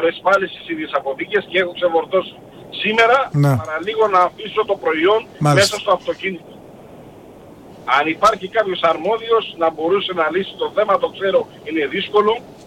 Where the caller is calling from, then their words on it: Chalcis, Central Greece, Greece; Είμαι από τη Χαλκίδα, είμαι επαγγελματίος οδηγός